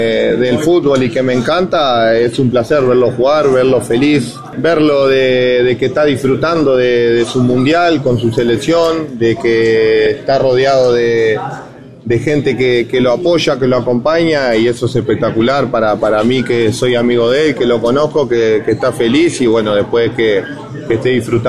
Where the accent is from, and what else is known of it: Uruguay